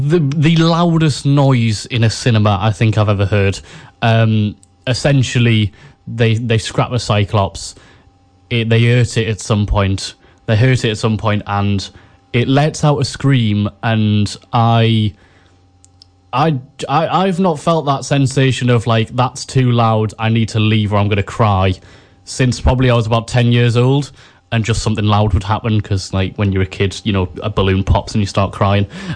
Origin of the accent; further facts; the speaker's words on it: United Kingdom; maybe I'm just too British.